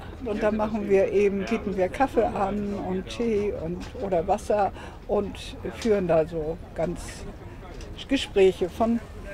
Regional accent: Flintbek, Schleswig-Holstein, Germany; born there; ich bin in Flintbek geboren.

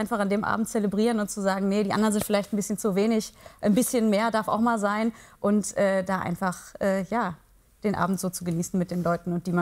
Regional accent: Heinsberg, North Rhine-Westphalia, Germany; Ich komme aus einem Dorf, ich komme aus Heinsberg, das ist ein kleiner Ort an der holländischen Grenze.

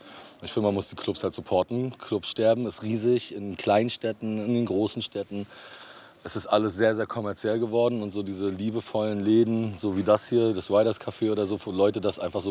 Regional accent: Rostock, Mecklenburg-Vorpommern, Germany; Wir haben früher als Rostocker Kinder haben wir hier unseren ersten Wandertag gehabt im Westen.

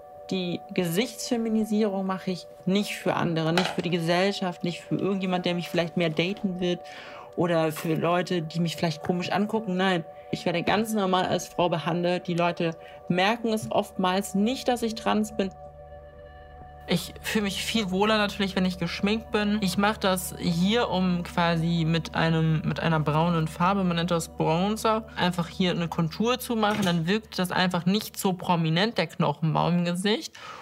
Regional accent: Cologne, North Rhine-Westphalia, Germany; 28 Jahre alt, ich komme aus Köln, bin gelernte Informatikkauffrau und bin eine Transfrau

